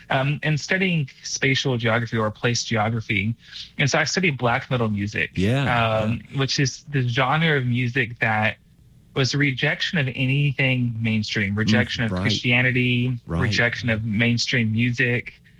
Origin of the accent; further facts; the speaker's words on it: Austin, Texas, United States; So I grew up around Austin. So music has always been part of my life.